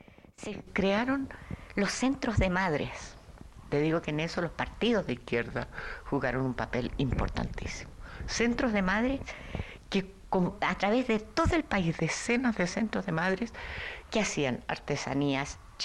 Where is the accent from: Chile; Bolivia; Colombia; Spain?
Chile; moved away as an adult; now in Mexico; Y soy chilena y vivo en México. Nosotros elegimos México para venirnos a vivir después de haber vuelto a Chile del exilio.